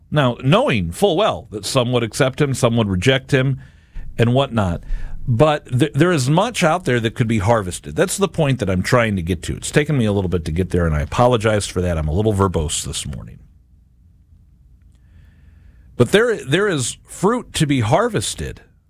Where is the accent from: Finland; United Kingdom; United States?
United States; I think about where I grew up in South County